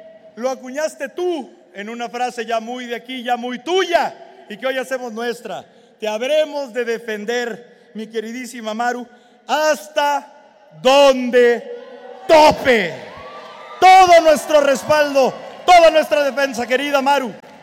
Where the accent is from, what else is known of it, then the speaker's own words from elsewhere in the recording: Mexico; cada uno de los que somos mexicanos libres